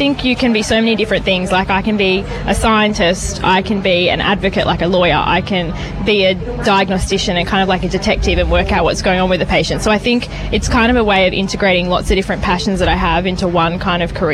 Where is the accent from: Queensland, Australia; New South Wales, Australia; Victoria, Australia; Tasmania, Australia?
Tasmania, Australia; Launceston; I'm from Launceston.